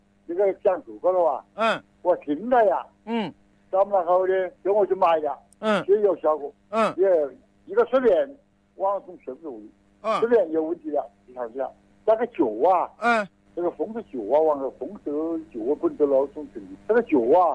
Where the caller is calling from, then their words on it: Wuhan, Hubei, China; 我是江夏区的，我是江夏区志望生